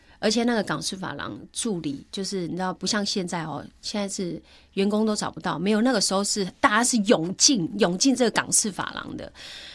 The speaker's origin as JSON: {"language": "Chinese", "region": "Miaoli County", "country": "Taiwan", "said": "那他是新竹人，我是苗栗人"}